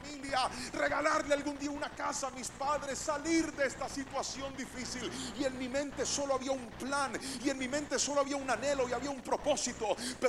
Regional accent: Valle del Cauca, Colombia; Mi sueño era entrar a la Universidad del Valle en mi ciudad, para en mi país, para estudiar la carrera de psicología.

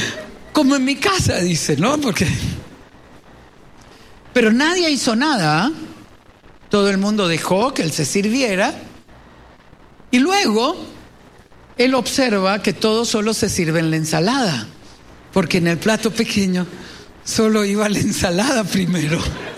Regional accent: Cañas, Guanacaste, Costa Rica; yo soy el hijo de Toño y Adela, de Cañas, de un pueblo pequeño, de una familia pobre

